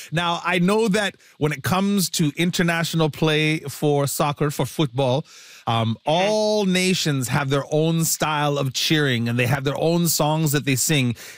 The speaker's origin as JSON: {"language": "English", "country": "Nigeria", "moved": "yes", "said": "I'm from Nigeria though."}